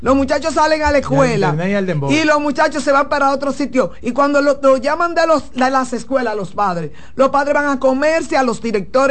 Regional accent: San Francisco de Macorís, Duarte, Dominican Republic; yo soy de San Francisco de Macorís. Yo me crié en el barrio Capacito

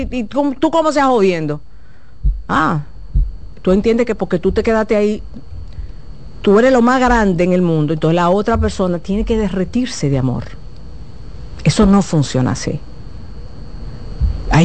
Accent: Dominican Republic; Tú vienes quilla, que significa molestia, soy muy dominicano

